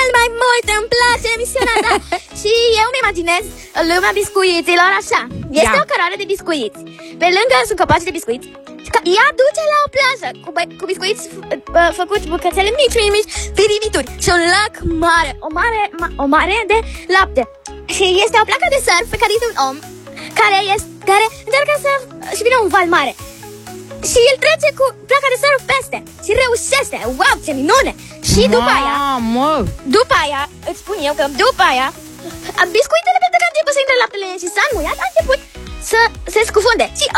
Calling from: Bucharest, Romania; din București.

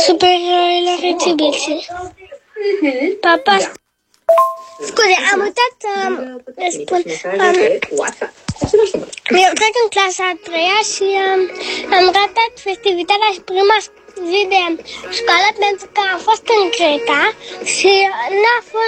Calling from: Cluj-Napoca, Cluj County, Romania; din Cluj-Napoca. Apoca. Am 9 ani

